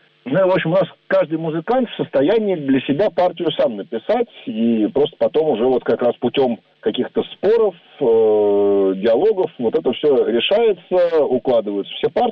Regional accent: Moscow, Russia; Собираем в Можайске обычно несколько больше народу, чем у себя на родине в Москве.

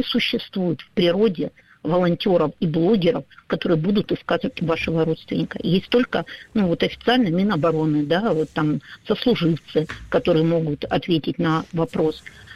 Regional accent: Donetsk, Donetsk Oblast, Ukraine; Ну, потому что, наверное, вот, кроме того, я еще из Донецка и очень часто сталкиваюсь с тем, что мне в соцсетях пишут знакомые, апеллируя к тому, что я журналист.

